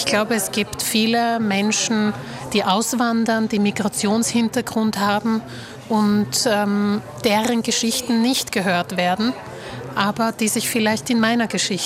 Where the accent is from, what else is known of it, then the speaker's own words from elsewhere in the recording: Bratislava, Bratislava Region, Slovakia; born there; German is a second language; Ich fahre wahnsinnig gerne nach Bratislava, mein Geburtsort. Und ich gebe mir auch Mühe, jedes Jahr mehrere Bücher auf Slowakisch zu lesen, um die Sprache ein bisschen in Fluss zu halten. Ich spreche auch natürlich mit meinen Eltern Slowakisch.